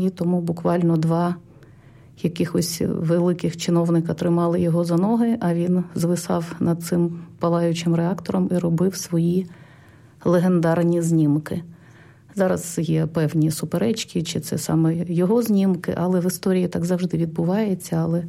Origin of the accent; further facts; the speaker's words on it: Pripyat, Kyiv Oblast, Ukraine; поїхати в моє рідне місто Прип'ять.